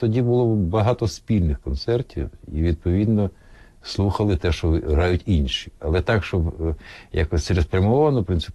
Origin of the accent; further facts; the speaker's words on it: Kyiv, Ukraine; Я народився на Чкалово.